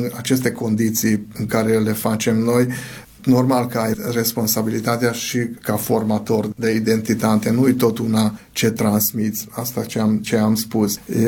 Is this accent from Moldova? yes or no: no; Hungary; în timpul zilei noi practicăm mai mult limba majoritară a țării